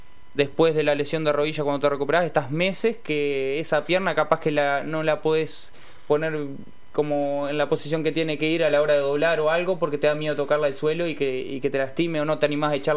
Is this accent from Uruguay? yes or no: yes; Uruguay; sería algo muy bueno para tener acá como uruguayo.